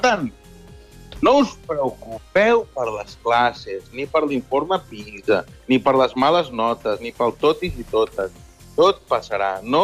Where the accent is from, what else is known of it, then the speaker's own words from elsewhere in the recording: Sabadell, Catalonia, Spain; Jo sóc de Sabadell